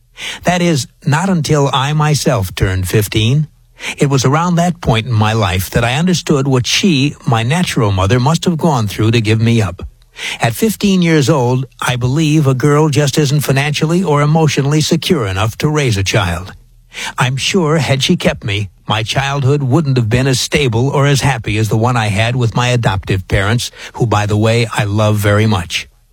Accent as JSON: {"language": "English", "town": "Mobile", "region": "Alabama", "country": "United States", "tie": "born there", "said": "I was told that she was very young when she had me, about 15 or 16, and that I was born in Mobile, Alabama, on October 4th, 1965."}